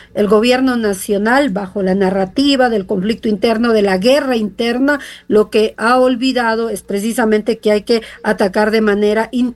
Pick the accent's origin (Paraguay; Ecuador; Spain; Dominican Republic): Ecuador